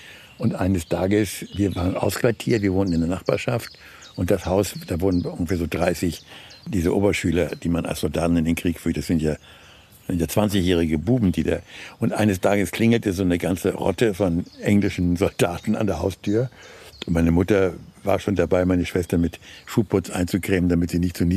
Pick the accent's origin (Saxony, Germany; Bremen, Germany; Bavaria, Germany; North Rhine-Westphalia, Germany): Bremen, Germany; now in Berlin, Germany; ich bin in der Kirchbachstraße aufgewachsen und anschließend ist das Stadtviertel Haßstedt.